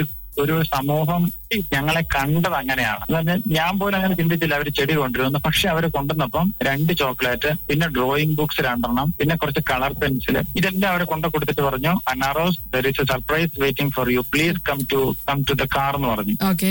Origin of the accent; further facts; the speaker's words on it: Cherupuzha, Kerala, India; കണ്ണൂർ കാസർഗോഡ് ജില്ലയുടെ ബോർഡർ ചെറുപുഴ എന്ന് പറഞ്ഞ സ്ഥലത്താണ് എന്റെ സ്ഥലം, ചെറുപുഴ.